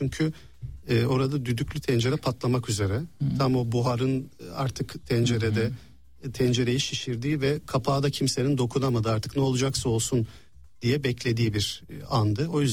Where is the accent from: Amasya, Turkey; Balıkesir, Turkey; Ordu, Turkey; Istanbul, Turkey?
Istanbul, Turkey; Ben İstanbul'da doğdum büyüdüm, hatta Ortaköy'de doğdum. Hı hı. Ve 10 yaşıma kadar da orada yaşadık, sonra Kadıköy'e geçtik.